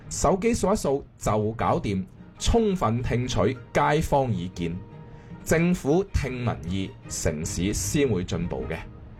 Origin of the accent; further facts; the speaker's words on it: Guangdong, China; 而我哋廣東人啦、啊，更加深有體會，晾3日嘅衫點都乾唔到。